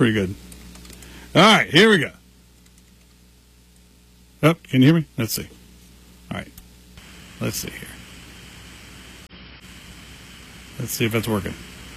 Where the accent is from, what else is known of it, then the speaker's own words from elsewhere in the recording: West Virginia, United States; I'm from McDowell County. These fancy high-tech phones, I have a hard time with it, being a McDowell County boy.